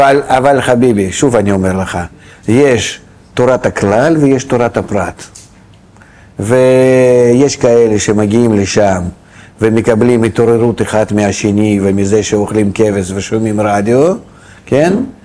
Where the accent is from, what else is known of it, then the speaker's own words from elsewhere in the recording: Beersheba, Southern District, Israel; אני מגיע מבאר שבע